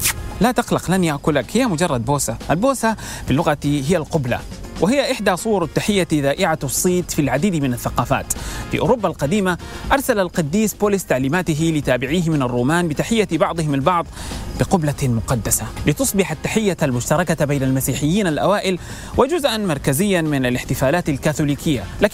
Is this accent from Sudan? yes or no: yes; Sudan; عندنا في السودان